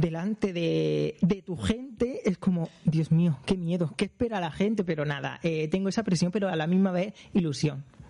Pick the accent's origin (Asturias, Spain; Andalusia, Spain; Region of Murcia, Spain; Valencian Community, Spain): Region of Murcia, Spain; Bullas; now in Madrid, Spain; ya que estoy en Madrid, pues, y tengo esa visibilidad, pues si puedo ayudar a mi pueblo, porque sé lo que es empezar desde cero, pues ahí todo mi apoyo lo tienen. Y eso es lo que me gusta. En la inauguración, pues conté con ciertos productos locales de aquí de Bullas